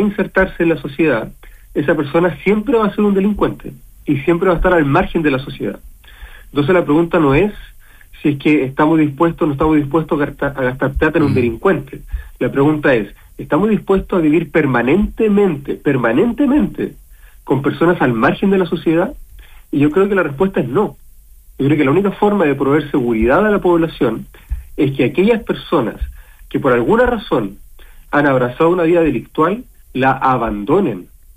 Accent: Chile

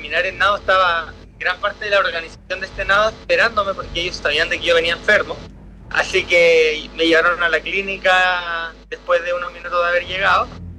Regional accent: Chile; ahora soy el latinoamericano más joven en completarlo. Primer hombre chileno también que lo completa

